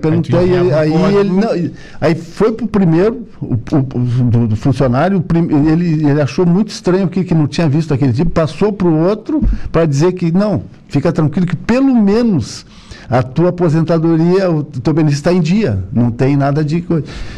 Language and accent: Portuguese; Araranguá, Santa Catarina, Brazil; Eu sou de Araranguá, 48.